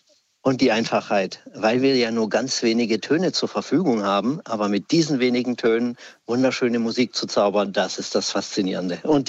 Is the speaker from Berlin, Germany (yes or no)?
yes; Berlin, Germany